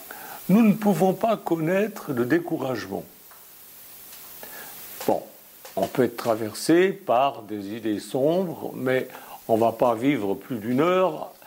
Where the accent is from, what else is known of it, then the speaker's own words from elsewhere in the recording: Lausanne, Vaud, Switzerland; also born or lived in Chexbres, Lavaux; Je suis né à Lausanne, en Suisse, dans le canton de Vaud.